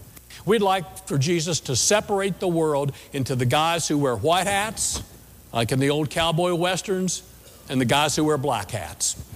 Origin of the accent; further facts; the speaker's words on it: West Virginia, United States; we're from West Virginia, we know how people look down upon us and stereotype us even before they know who we are.